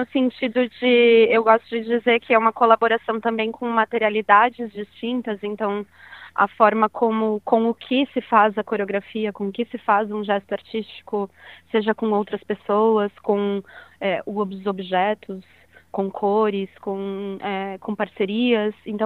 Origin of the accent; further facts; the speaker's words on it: São Paulo, Brazil; o contexto de onde eu venho, em São Paulo, né?